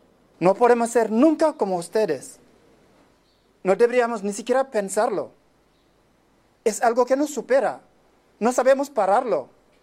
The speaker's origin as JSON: {"language": "Spanish", "country": "Senegal", "second_language": "Spanish", "lives_now": "Valencia, Spain", "said": "soy de Senegal. Llevo 10 años viviendo en Valencia."}